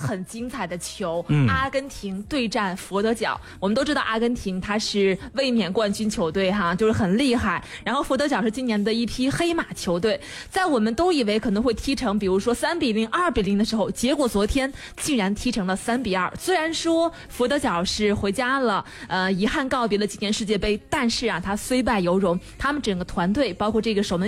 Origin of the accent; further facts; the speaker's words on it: China; 我们中国人